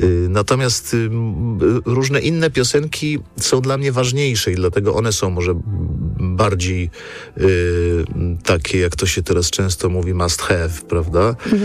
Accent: Kraków, Lesser Poland, Poland; chociaż już tylko ja i Szczerba jesteśmy z Krakowa w zespole

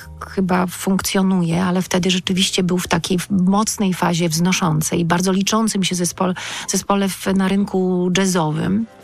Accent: Wrocław, Lower Silesian Voivodeship, Poland; Ja się wychowywałam i urodziłam się we Wrocławiu

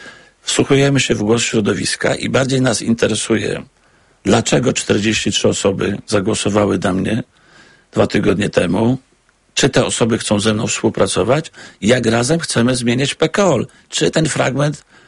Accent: Wrocław, Lower Silesian Voivodeship, Poland; bo i pan i ja jesteśmy z Wrocławia.

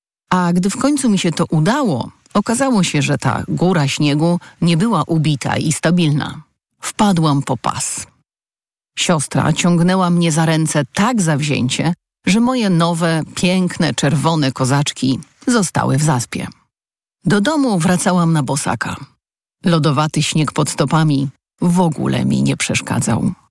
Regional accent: Warsaw, Masovian Voivodeship, Poland; Urodziłam się i wychowałam w Warszawie, gdzie najwyższym wzniesieniem jest Górka Szczęśliwicka o wysokości 152 metrów nad poziomem morza.

